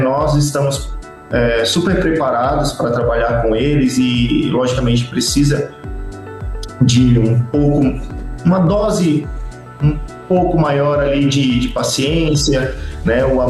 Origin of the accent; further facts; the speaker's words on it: Acre, Brazil; moved away; Eu sou do Acre, moro longe da minha mãe, moro longe da minha família